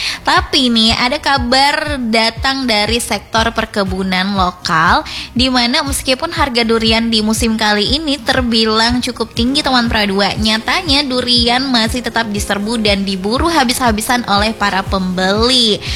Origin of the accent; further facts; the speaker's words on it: Tarakan, North Kalimantan, Indonesia; kita sebagai warga Tarakan